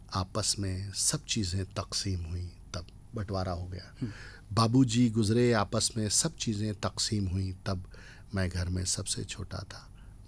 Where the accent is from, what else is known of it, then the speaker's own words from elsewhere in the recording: Vidisha, Madhya Pradesh, India; also born or lived in Bhopal; मैं संयुक्त परिवार में पला बड़ा हूँ विदिशा भोपाल में